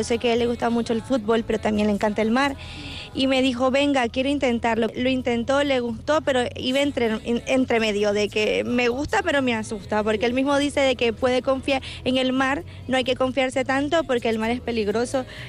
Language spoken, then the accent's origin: Spanish; Nicaragua; Nosotros venimos de Nicaragua.